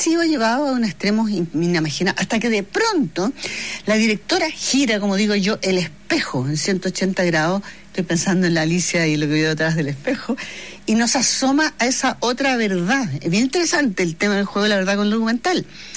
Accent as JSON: {"language": "Spanish", "country": "Chile", "said": "uno, como chileno, no conoce la historia"}